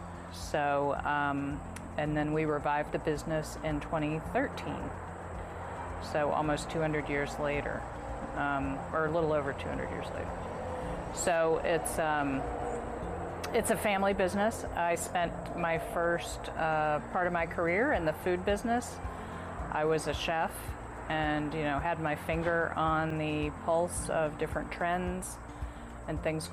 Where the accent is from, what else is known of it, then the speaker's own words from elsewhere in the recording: Charleston, West Virginia, United States; moved away; I grew up here in Charleston.